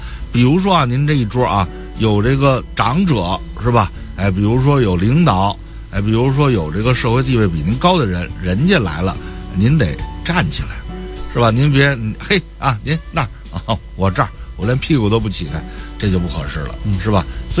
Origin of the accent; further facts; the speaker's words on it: Beijing, China; 再有呢，咱们勿留绰，就咱们北京人说的，你别出声，吧唧嘴